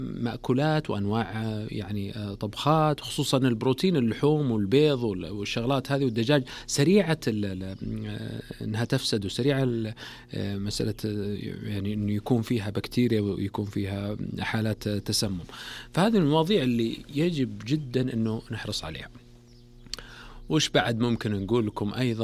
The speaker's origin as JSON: {"language": "Arabic", "country": "Saudi Arabia", "said": "مو مثل والله مستوى مثلا دول الخليج او عندنا في السعوديه الحمد لله"}